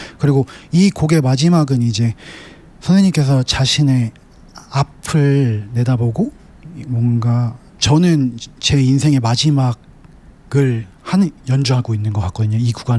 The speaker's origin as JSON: {"language": "Korean", "country": "South Korea", "moved": "yes", "said": "아시아인으로서 한국인으로서 유럽의 무대에서"}